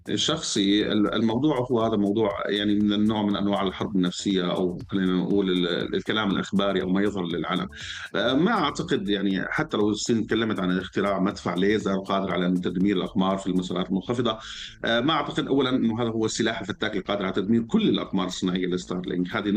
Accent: Syria; أو أنا كمواطن سوري فيني أعتبر

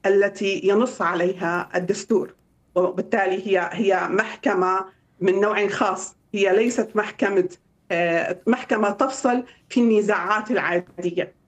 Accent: Syria; بالحقيقة نحن كسوريين وقانونيين وقضاة ومحامين ننتظر هذا المرسوم

